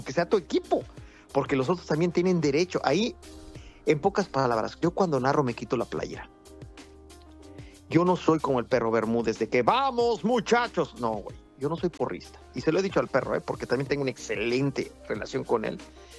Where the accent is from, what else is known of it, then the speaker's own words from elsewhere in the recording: Mexico; me da gusto como mexicano cuando gana mi país